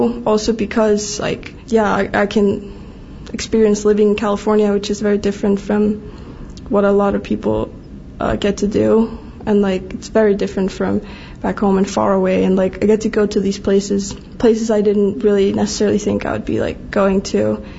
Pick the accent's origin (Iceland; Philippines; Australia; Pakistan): Iceland; Garðabær, Capital Region; English is a second language; now in Santa Clara, United States; So I'm from a place called Garðabær. Most people live in or around the capital in Iceland, and then a lot of the land is just like land and mountains and stuff.